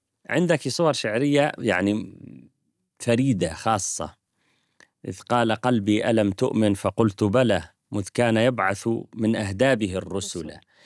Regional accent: Syria; ونحن كسوريين نفخر بك

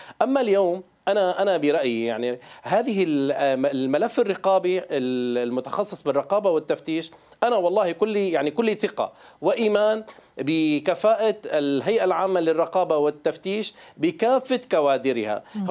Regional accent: Syria; أنا كشخص سوري

